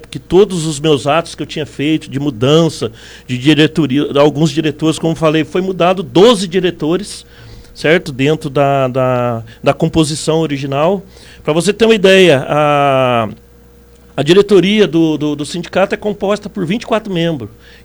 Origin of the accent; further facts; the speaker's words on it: Cunha, São Paulo, Brazil; moved away as an adult; now in Pindamonhangaba, Brazil; eu sou lá da cidade de Cunha, certo? E quando chegou no mês de julho, aí eu vim para cá, para Pinda, acabei comprando um imóvel aqui e estou residindo aqui.